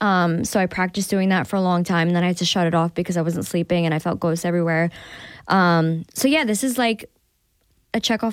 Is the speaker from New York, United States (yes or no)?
yes; New York, United States; born or raised there